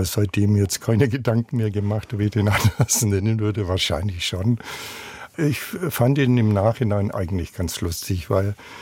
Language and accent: German; Nuremberg, Bavaria, Germany; accent: Franconian; now in Berlin, Germany; Ich komme ja aus Nürnberg, Franken also quasi, und die Franken verwechseln ja immer die Konsonanten D und T